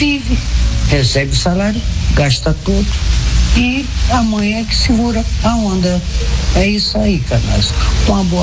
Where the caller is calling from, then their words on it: Campo Grande, Brazil; de Campo Grande.